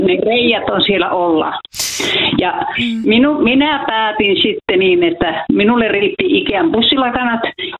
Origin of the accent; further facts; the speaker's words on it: Kemijärvi, Lapland, Finland; No niin, joo, minä olen Kemijärveltä. Minä olen se mummo, joka on aikaisemmin soittanut.